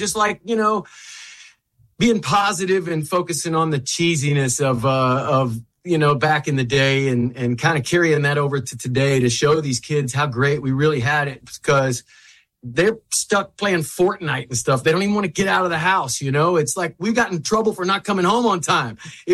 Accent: United States; that shows you the pride of being an American and proud to be born and raised here.

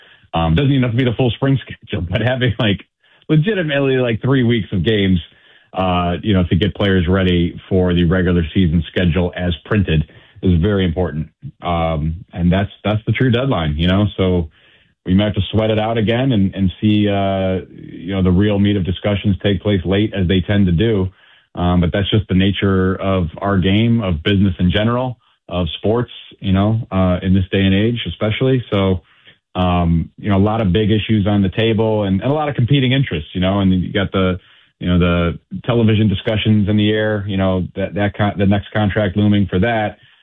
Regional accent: Cleveland, Ohio, United States; I come from a smaller market mentality. And I grew up in Cleveland

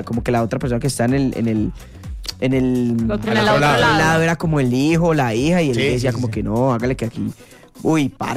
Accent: Antioquia, Colombia; A ver, mi familia es de. Yo soy de Oriente.

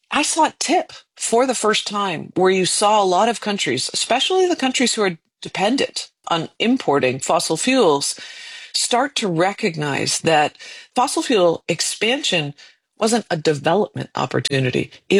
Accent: Canada; As a Canadian, I didn't know really what Canada was doing there when they're dramatically expanding production. In fact, my country was the only country

